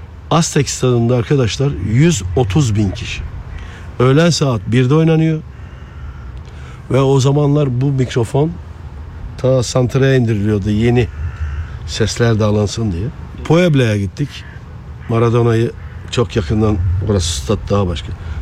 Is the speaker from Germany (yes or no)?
no; Adana, Turkey; ben nasılsa Adanalıyım